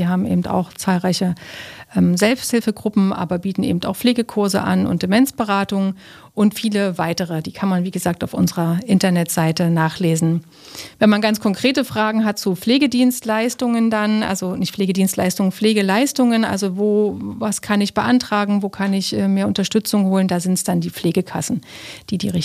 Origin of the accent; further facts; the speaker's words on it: Leipzig, Saxony, Germany; ich als Leipzigerin eben zum Beispiel hier im Leipziger Raum.